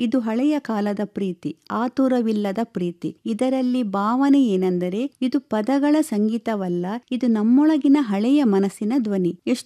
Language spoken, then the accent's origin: Kannada; Karnataka, India; born there